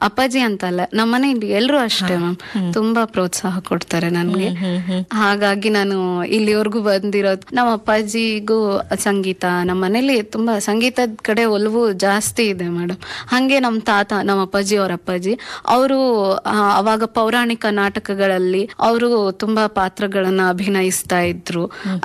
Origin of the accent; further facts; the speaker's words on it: Kunemadi, Karnataka, India; ನಮ್ದು ಕುಣೆಮಾದಿ ಹಳ್ಳಿ ಅಂತ, ಕೊಟ್ಟೂರ್ ಹತ್ರ ಹರಪನಹಳ್ಳಿ ತಾಲೂಕು, ವಿಜಯನಗರ ಡಿಸ್ಟ್ರಿಕ್ಟ್ ನಮ್ದು. ಅಲ್ಲಿ ನಮ್ದು ಒಂದು ಚಿಕ್ಕ ಗ್ರಾಮ, ಆದ್ರೂ ನಮ್ ಬಾಲ್ಯದ ದಿನಗಳು ತುಂಬಾ ಚೆನ್ನಾಗಿತ್ತು.